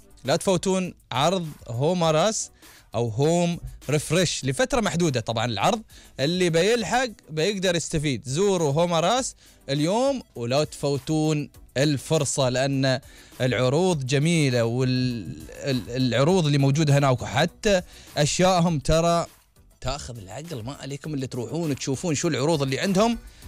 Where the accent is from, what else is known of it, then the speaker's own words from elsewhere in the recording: United Arab Emirates; عندنا في الإمارات.